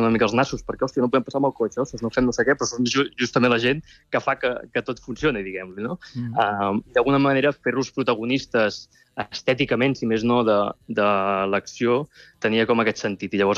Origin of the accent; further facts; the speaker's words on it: Mataró, Catalonia, Spain; jo, que sóc de Mataró i hem amat pirotècnia des de ben petit i la pólvora em transporta en un lloc molt maternal i molt nostàlgic